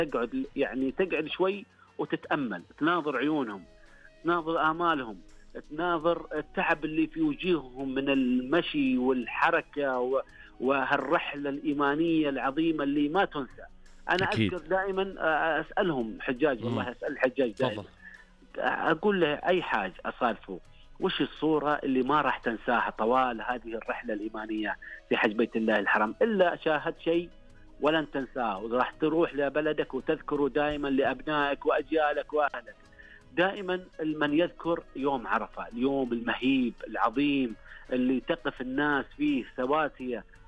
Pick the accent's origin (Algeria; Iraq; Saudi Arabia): Saudi Arabia; تعلمنا كسعوديين